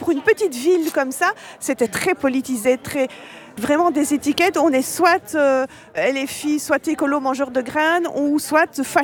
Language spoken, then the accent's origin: French; La Louvière, Wallonia, Belgium; now in Die, France; Je suis de La Louvière, Bois d'Aisne exactement.